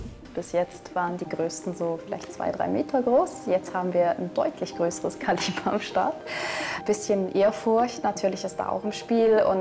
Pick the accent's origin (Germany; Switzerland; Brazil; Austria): Switzerland; ich komme wie Manuel aus der Schweiz ursprünglich